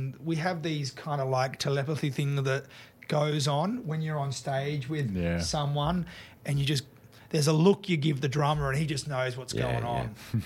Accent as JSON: {"language": "English", "town": "Launceston", "region": "Tasmania", "country": "Australia", "tie": "born or raised there", "said": "I'm a country boy. I'm from Launceston. I grew up on a farm."}